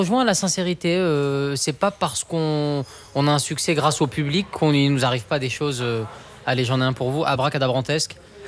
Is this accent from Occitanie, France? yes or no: yes; Occitanie, France; born there; je suis né dans le Gard.